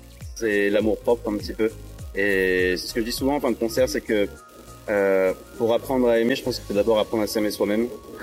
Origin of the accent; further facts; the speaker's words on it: Angoulême, Nouvelle-Aquitaine, France; Angoulême, là d'où je viens